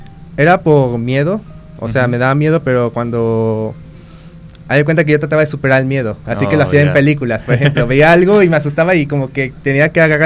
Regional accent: Guadalajara, Jalisco, Mexico; born there; also born or lived in United States / Ahuatlán; now in Bahía de Banderas, Mexico; He venido de muchas partes. Por ejemplo, nací en Guadalajara. Después me vine a Estados Unidos. Viví un tiempo en Ahuatlán y ya tengo mis años en Bahía de Banderas.

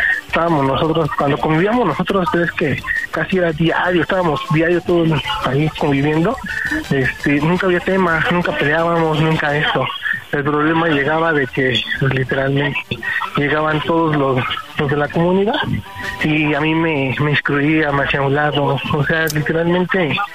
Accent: Venustiano Carranza, Mexico City, Mexico; 33 y aquí en la Venustiano Carranza.

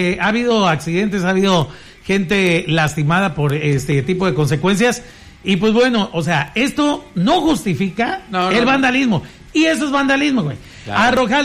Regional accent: Mexico; si todos somos mexicanos

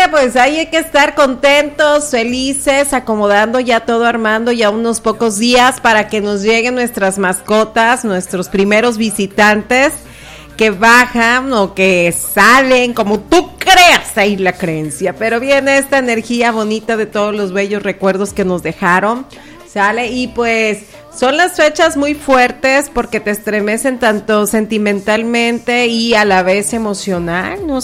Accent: Mexico; somos mexicanos

